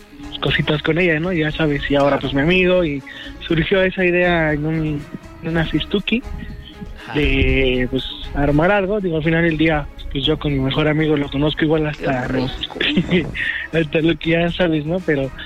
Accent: Ixtapaluca, State of Mexico, Mexico; Soy de Ixtapaluca.

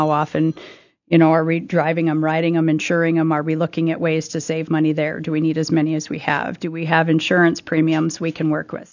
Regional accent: Wahpeton, North Dakota, United States

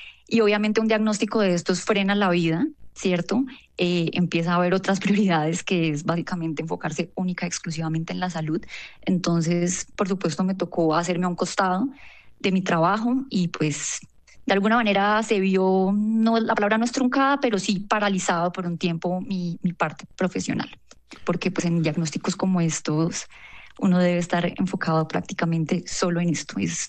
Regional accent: Cúcuta, Norte de Santander, Colombia; now in Bogotá, Colombia; Bueno, yo soy cucuteña, tengo 29 años, ya estudié acá en Bogotá, en la Universidad Javeriana

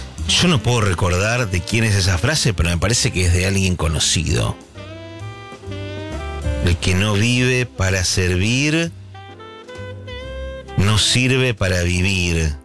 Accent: Ramos Mejía, Buenos Aires Province, Argentina

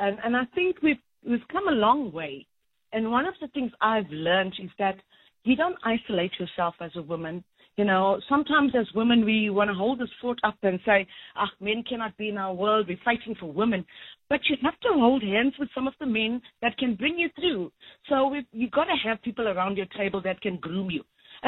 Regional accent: Durban, KwaZulu-Natal, South Africa; that's how we grew in Chatsworth.

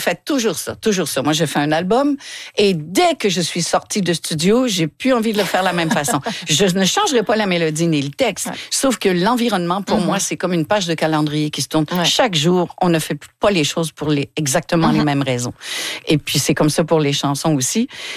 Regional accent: Longueuil, Quebec, Canada; 2 octobre à Longueuil, chez moi à Longueuil.

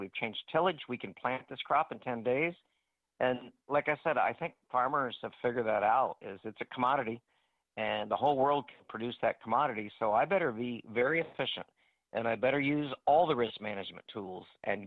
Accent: Iowa, United States

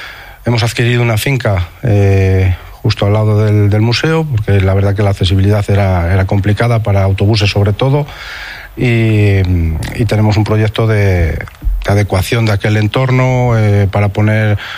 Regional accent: Cabrillanes, Castile and León, Spain; mi pueblo, de la Cota de Babia

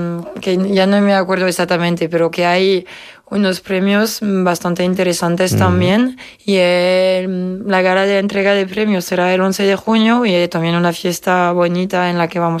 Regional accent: Auvergne-Rhône-Alpes, France; Spanish is a second language; Yo de cerca de Lyon.

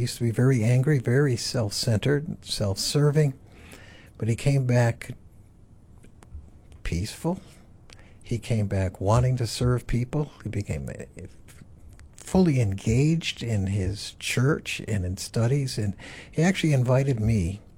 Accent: Farmington, Connecticut, United States; I grew up in Farmington, Connecticut, which is just west of West Hartford.

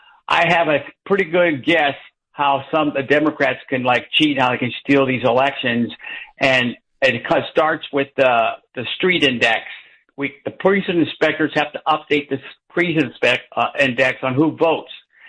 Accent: Jamul, California, United States; moved away as an adult; now in Alabama, United States; from Alabama right now. I was from Jamul, California 5 years ago. I got out of that state.

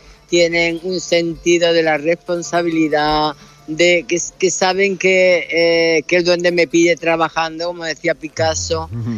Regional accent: Córdoba, Andalusia, Spain; moved away; Estar en mi tierra ya es un regalo.

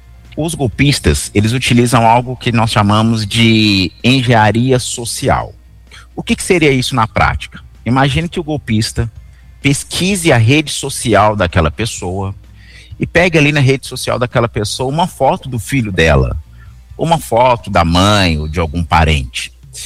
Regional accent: Belo Horizonte, Minas Gerais, Brazil; accent: mineiro; Eu, por exemplo, sou mineiro, sou de Belo Horizonte, né?

